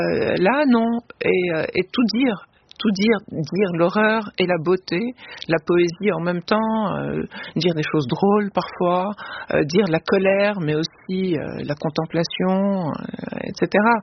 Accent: Lebanon; je suis la seule qui ait le droit de dire si je suis libanaise ou pas. Donc oui, mais c'est comme ça dans notre région du monde.

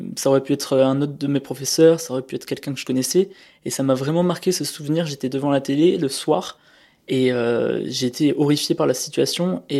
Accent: Hyères, Provence-Alpes-Côte d'Azur, France; now in Nice, France; J'ai grandi à Hyères, dans le Var.

